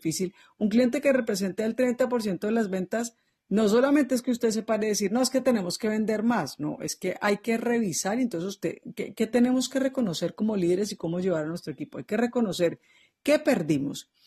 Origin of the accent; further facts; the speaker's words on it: Colombia; now in Cali, Colombia; el terremoto que sucedió en mi país sobre aquellos comportamientos y competencias que tenemos los colombianos